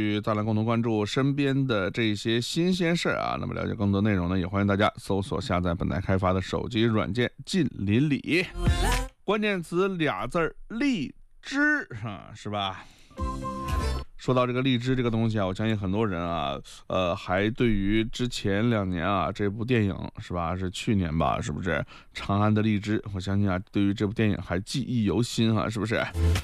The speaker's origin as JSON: {"language": "Chinese", "region": "northern China", "country": "China", "said": "咱作为一个北方人"}